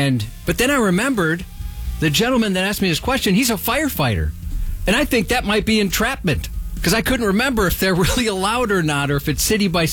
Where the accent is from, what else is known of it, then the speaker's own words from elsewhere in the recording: Minneapolis, Minnesota, United States; I grew up in Minneapolis